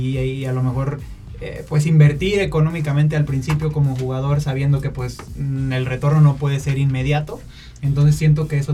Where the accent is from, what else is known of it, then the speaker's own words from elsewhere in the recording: Mexico; como mexicanos tenemos esa facilidad